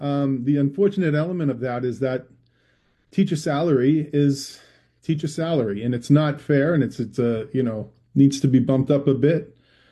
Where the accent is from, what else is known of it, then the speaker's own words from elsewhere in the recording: Massachusetts, United States; moved away as an adult; also born or lived in Ethiopia / Saudi Arabia / North Carolina; I taught school in Massachusetts, where I've come from, as you'll hear from my accent over time.